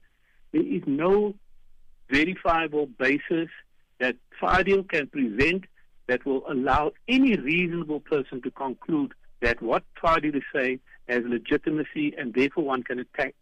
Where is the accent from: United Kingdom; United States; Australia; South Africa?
South Africa; Cape Town, Western Cape; We grew up together in Kensington, in Cape Town.